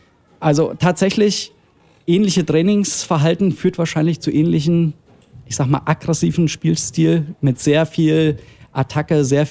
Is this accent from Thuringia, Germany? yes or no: yes; Thuringia, Germany; Da sind wir natürlich als Thüringer, halten wir alle zusammen